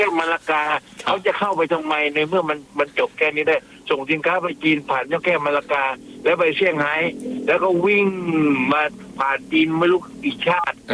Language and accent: Thai; Southern Thailand, Thailand; คือมันเป็นโอกาสของผมเป็นคนใต้แท้ๆเลยผมก็รักภาคใต้ผมก็เป็นกังวล